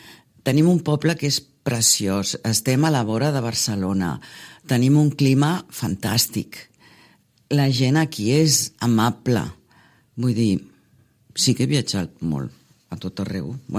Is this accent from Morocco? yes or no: no; Belgium; moved away as an adult; now in Sitges, Spain; Que jo he nascut i crescut a Bèlgica. Uh-huh. I vaig conèixer el meu home i viure a Sitges amb ell